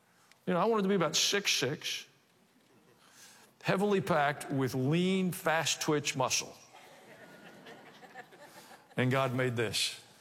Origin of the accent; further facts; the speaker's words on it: Kansas City, Missouri, United States; born there; I was born in Kansas City, Missouri.